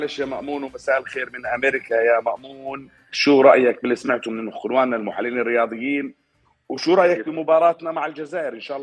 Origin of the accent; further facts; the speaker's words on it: Jordan; جعلتنا كأردنيين